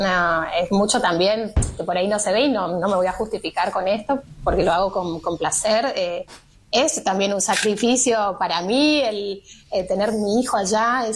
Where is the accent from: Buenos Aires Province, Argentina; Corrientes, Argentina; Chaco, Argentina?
Corrientes, Argentina; moved away as an adult; es como también devolverle a mi provincia todo lo que me dio. Es mi lugar en el mundo.